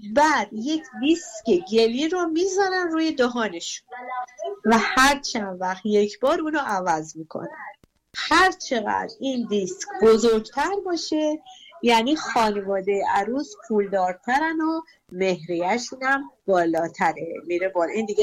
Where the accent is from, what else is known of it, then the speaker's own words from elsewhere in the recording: Mashhad, Razavi Khorasan, Iran; بله، من مشهدیم.